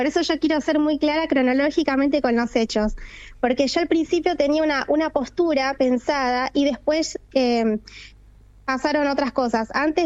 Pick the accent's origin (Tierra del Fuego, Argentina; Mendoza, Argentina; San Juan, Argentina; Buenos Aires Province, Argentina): Tierra del Fuego, Argentina; Río Grande; now in Ushuaia, Argentina; Sí, yo toda la vida viví en la isla, en Río Grande particularmente. Recién este año estoy en Ushuaia, pero toda la vida.